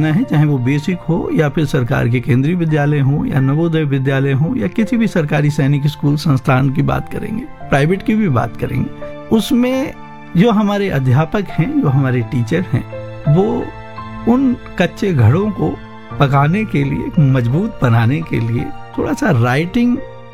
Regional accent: Bhitari, Uttar Pradesh, India; मैं चित्रकूट में मऊ कस्बा है उसके पास भिटारी गांव का रहने वाला हूँ।

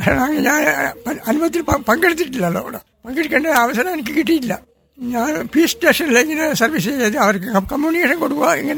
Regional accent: Panoor, Kerala, India; also born or lived in Chittariparamba; ഞാൻ ആക്ച്വലി എൻ്റെ വീട് പനൂരായിരുന്നു, എൻ്റെ അമ്മയുടെ വീട്. അവിടുന്ന് ഹൈസ്കൂള് പാസ്സായി

